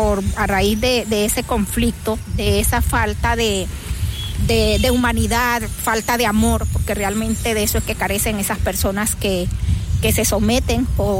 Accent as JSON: {"language": "Spanish", "town": "Arauquita", "region": "Arauca", "country": "Colombia", "tie": "born or raised there", "lives_now": "Arauca, Colombia", "said": "allá vivimos también nosotros en el llano, en el pleno llano, porque yo soy llanera totalmente araucana, nacida en la sabana. Después ya a mediados de los 80, ya yo estaba pues acá en Arauca, porque ya me había venido para acá a estudiar"}